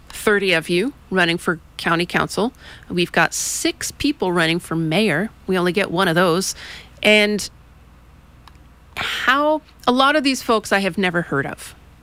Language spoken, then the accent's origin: English; Kauai, Hawaii, United States; whereas like I was born and raised on Kauai and I care.